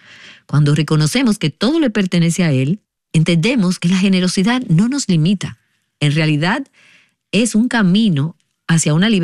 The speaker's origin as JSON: {"language": "Spanish", "region": "Michigan", "country": "United States", "said": "Nosotras, casualmente, somos todas de Michigan, pero en tu país puede verse un poco diferente."}